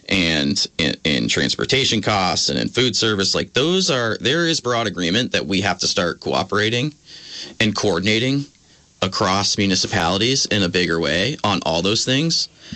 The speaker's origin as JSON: {"language": "English", "town": "Essex Junction", "region": "Vermont", "country": "United States", "tie": "born or raised there", "said": "when I was growing up in Essex Junction, my parents moved to that district because it was the best school system in the country, practically."}